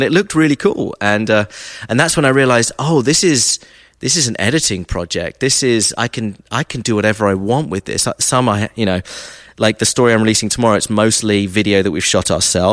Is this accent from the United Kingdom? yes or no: yes; Brighton, South East England, United Kingdom; also born or lived in Nashville; now in Atlanta, United States; I'm from the south coast of England, Brighton.